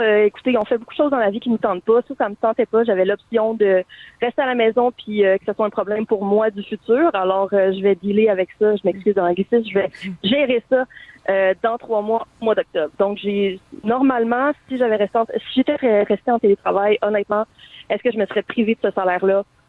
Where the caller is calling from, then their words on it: Laval, Quebec, Canada; Moi, j'habite à Laval.